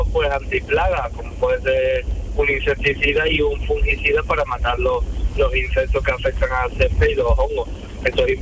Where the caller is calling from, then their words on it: Paradas, Andalusia, Spain; Parada, donde vivo yo.